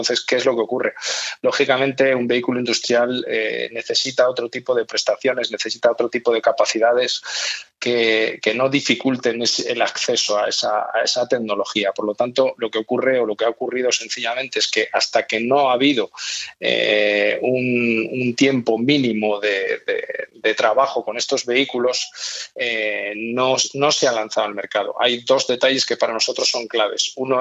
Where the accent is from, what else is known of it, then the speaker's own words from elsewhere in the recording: Valladolid, Castile and León, Spain; como vallisoletanos, nos tenemos que sentir orgullosos.